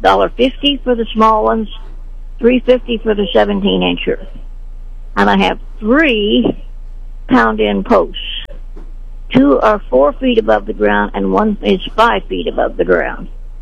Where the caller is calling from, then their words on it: Sedalia, Missouri, United States; Okay, I'm from Sedalia.